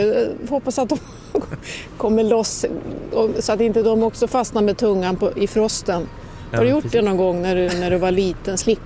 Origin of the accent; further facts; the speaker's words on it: Sweden; Jag är uppväxt på Gryta